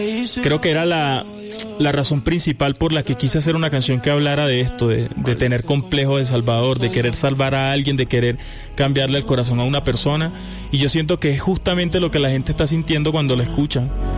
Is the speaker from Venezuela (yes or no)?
yes; Venezuela; Yo soy venezolano.